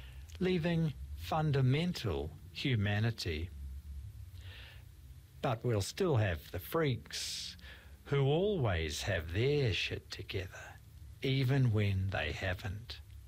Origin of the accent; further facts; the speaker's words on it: New Zealand; I'm a Kiwi, all the way from Texas.